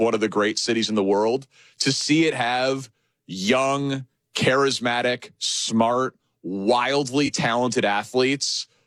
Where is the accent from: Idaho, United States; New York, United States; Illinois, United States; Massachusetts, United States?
Illinois, United States; Chicago; So happy for my hometown of Chicago.